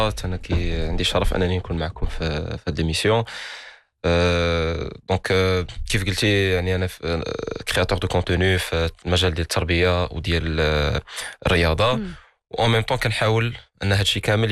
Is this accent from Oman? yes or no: no; Canada; also born or lived in Casablanca, Morocco; now in Morocco; كنت عايش في كندا، كبرت تما، entre autres كبرت شويه في كازا شويه في كندا، ودخلت استقريت في المغرب. هذه واحد ربع سنين.